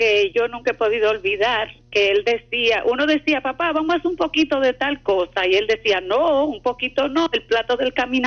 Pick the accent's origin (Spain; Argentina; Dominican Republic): Dominican Republic; Jánico, Santiago; Nosotros somos de Jánico, de Tajoma, de esos lados.